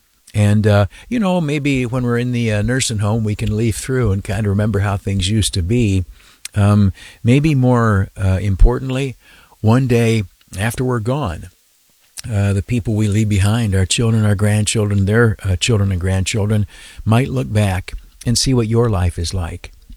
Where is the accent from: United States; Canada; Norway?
United States; Canisteo, New York; I went in the afternoon down to my hometown. I grew up in Canastillo, New York, in the southern tier in Steuben County.